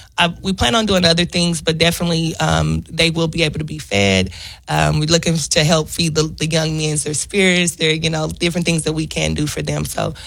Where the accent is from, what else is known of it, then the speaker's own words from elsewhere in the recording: Oklahoma City, Oklahoma, United States; also born or lived in Del City; I'm actually born and raised in Oklahoma City. So, And I was still residing in Del City at the time